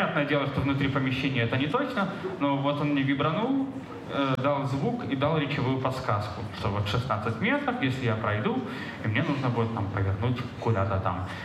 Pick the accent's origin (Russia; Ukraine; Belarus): Belarus; Minsk; я уже город, это же все-таки Минск, мой родной город